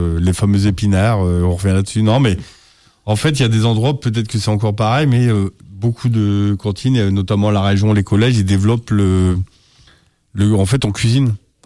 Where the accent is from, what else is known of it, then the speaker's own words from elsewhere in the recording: Lens, Hauts-de-France, France; Moi comme je viens de Lens et du Nord, la carbonade flamande c'est un peu proche de chez nous.